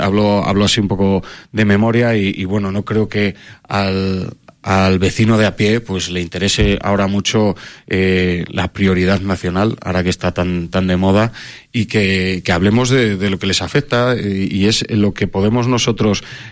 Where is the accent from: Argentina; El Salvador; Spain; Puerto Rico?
Spain; Medina del Campo, Castile and León; mi pueblo, de mi villa, de mi ciudad. A mí me gustaría presumir de Medina del Campo.